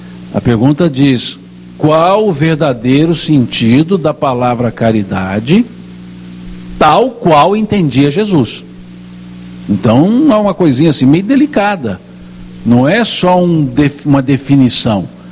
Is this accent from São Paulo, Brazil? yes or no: no; São Gotardo, Minas Gerais, Brazil; born there; cidade onde eu nasci, uma megalópole não tão longe daqui, chamada São Gotardo, né? Deve ter aí, contando comigo, uns 30 mil habitantes, 35, uma grande cidade